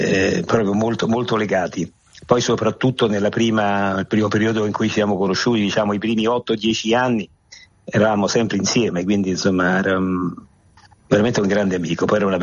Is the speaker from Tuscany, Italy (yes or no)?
no; Rome, Lazio, Italy; sono romano.